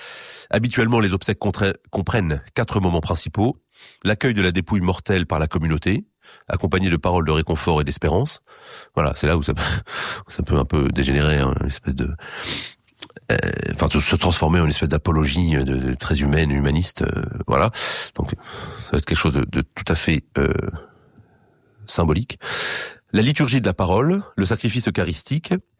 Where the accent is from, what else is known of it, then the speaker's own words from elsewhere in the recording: Erquy, Brittany, France; chez nous en Bretagne, à Erquy.